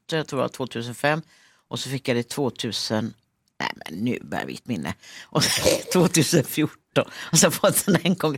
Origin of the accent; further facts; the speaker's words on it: Gothenburg, Västra Götaland County, Sweden; men jag är ju sen uppväxt i Biskopsgården uppe vid Svarte Mossen där.